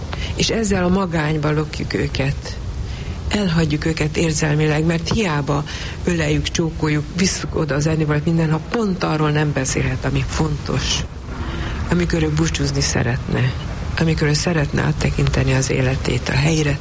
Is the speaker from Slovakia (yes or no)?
no; Transylvania, Romania; gyermekkoromban Erdélyben én azt láttam még, hogy nyíltan beszélnek a halálról a haldoklóval.